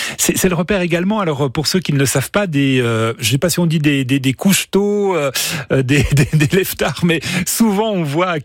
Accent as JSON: {"language": "French", "region": "Bourgogne-Franche-Comté", "country": "France", "said": "un rendez-vous qu'on aime chez nous en Franche-Comté"}